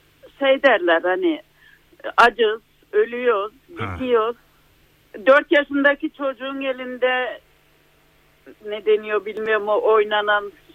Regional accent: İzmir, Turkey; Yani biz o kadar kötü yönetiliyoruz ki ben İzmirliyim demekten nefret ediyorum.

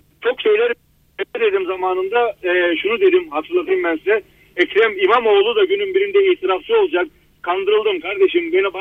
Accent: Trabzon, Turkey; Trabzon, özellikle ben Trabzonluyum.

